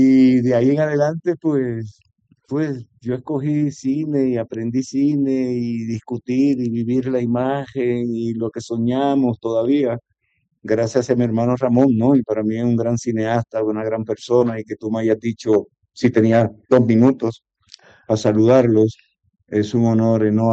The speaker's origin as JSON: {"language": "Spanish", "town": "Carolina", "country": "Puerto Rico", "tie": "born or raised there", "said": "En mi infancia, en Villa Carolina, en todo lo que de donde venían mis papás, esa clase trabajadora, urbana, de mucho sacrificio"}